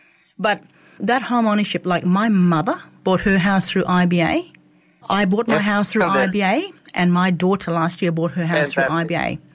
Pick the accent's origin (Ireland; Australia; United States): Australia; Western Australia; me and Mitch are in the Kimberley and we're from the Kimberley, we're very familiar with this space.